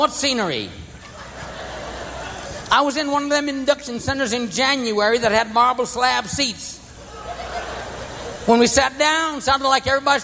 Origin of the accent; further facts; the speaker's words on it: Triadelphia, West Virginia, United States; also born or lived in New Brunswick, New Jersey; now in New Jersey, United States; I was born in New Brunswick, New Jersey, but I was raised in Triadelphia